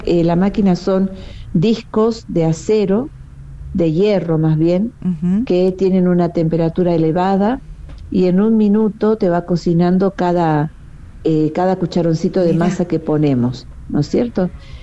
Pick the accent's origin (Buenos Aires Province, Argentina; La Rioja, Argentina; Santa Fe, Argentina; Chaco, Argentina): Santa Fe, Argentina; Rosario; now in Córdoba, Argentina; soy rosarina.